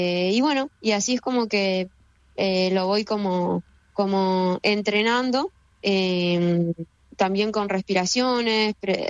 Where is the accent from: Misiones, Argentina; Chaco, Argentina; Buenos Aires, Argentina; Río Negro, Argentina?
Río Negro, Argentina; General Roca; No, yo soy de Río Negro, de General Roca, entonces siempre me gustaron como los desafíos